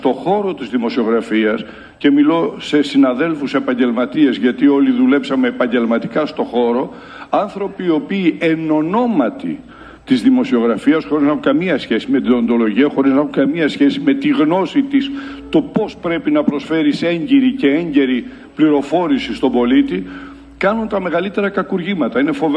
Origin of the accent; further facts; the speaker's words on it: Northern Greece, Greece; born there; εμείς εδώ που γεννηθήκαμε, ζούμε, λειτουργούμε στη Βόρειο Ελλάδα, μιλώ ως Βόρειο Ελλαδίτης